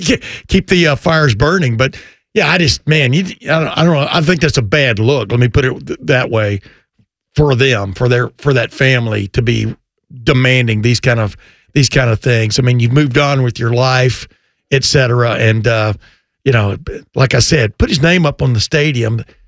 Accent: Lufkin, Texas, United States; that's where all the neighborhood kids played when I was growing up in East Texas, in Lufkin.

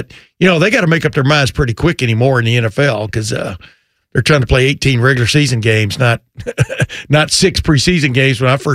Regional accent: Lufkin, Texas, United States; that's where all the neighborhood kids played when I was growing up in East Texas, in Lufkin.

